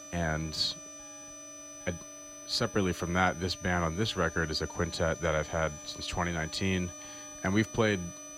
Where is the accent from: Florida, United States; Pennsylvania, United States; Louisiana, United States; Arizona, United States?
Pennsylvania, United States; Philadelphia; moved away as an adult; now in New York City, United States; I met all of them growing up in Philadelphia.